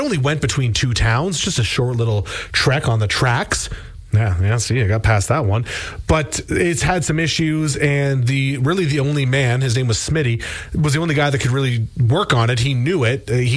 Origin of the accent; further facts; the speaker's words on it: Tottenham, Ontario, Canada; I grew up in Tottenham, which is to the southeast of here